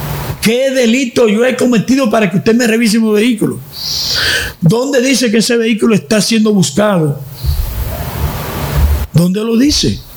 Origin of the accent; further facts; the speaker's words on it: Baní, Peravia, Dominican Republic; En específico a mi pueblo Baní.